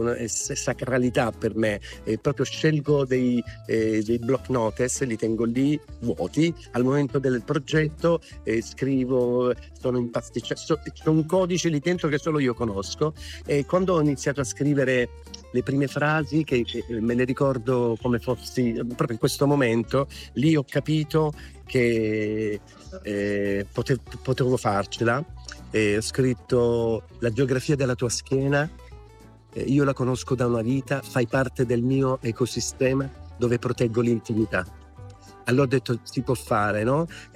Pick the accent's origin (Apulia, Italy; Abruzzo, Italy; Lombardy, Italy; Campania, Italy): Apulia, Italy; Io sono pugliese, sì